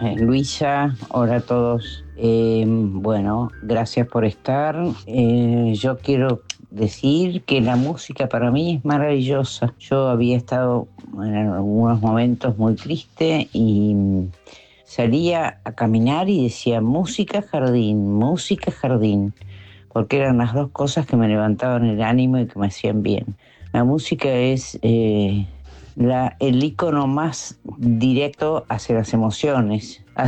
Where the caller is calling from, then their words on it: Uruguay; de Uruguay.